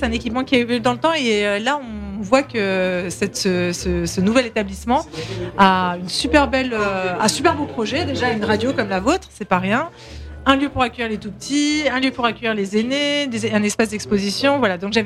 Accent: Saint-Ouen-l'Aumône, Île-de-France, France; j'ai grandi dans l'agglo. Moi j'ai grandi à Saint-Holomone, mais j'étais au collège aux Touleuses, pour ceux qui connaissent, j'étais au lycée à Galilée.

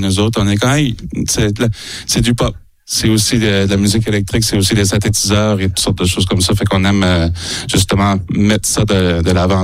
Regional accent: New Brunswick, Canada; accent: Acadian; Ben, B-A-I-E, nous autres, on vient de la baie des Chaleurs, fait que ça, c'est la grande baie qui est entre nous autres et la Gaspésie au Nouveau-Brunswick.

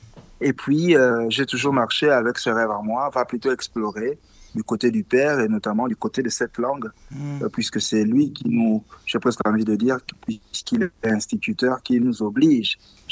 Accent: Mouila, Ngounié, Gabon; moved away as an adult; also born or lived in Libreville, Gabon; now in France; Quand on sait que je viens du Gabon, quand on sait que je suis né Pounou mais que je parle français, quand on sait que je suis né là-bas mais que je vis ici

